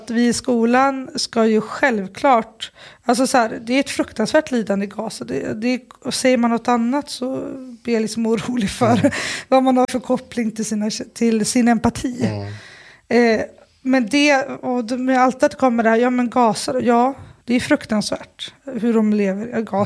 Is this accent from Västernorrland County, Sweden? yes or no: yes; Sundsvall, Västernorrland County, Sweden; Jag är uppvuxen i Sundsvall. Och sen läste jag till lärare i Falun och sen började jag jobba i Husby.